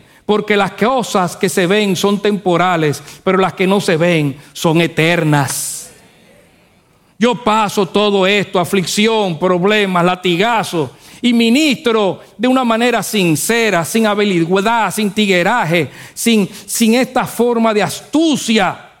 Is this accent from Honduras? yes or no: no; Dominican Republic; Somos dominicanos.